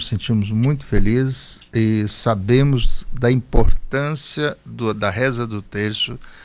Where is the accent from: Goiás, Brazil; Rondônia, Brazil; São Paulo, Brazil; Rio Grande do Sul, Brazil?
Goiás, Brazil; Eu que sou lá do Goiás, do meião do Goiás